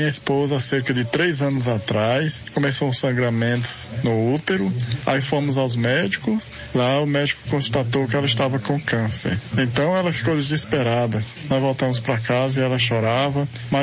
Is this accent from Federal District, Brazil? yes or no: yes; Brasília, Federal District, Brazil; sou aqui de Brasília.